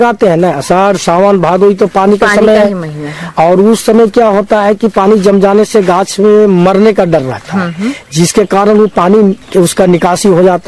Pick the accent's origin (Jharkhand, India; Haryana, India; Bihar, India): Jharkhand, India; Chandwa, Hazaribagh district; ग्राम गुरहेस, post चंदवा, जिला हजारीबाग के रहने वाले हैं